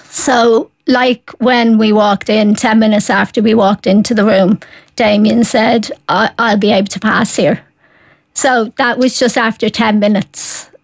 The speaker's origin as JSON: {"language": "English", "town": "Wicklow", "region": "Leinster", "country": "Ireland", "said": "In Wicklow. So we're originally from Wicklow."}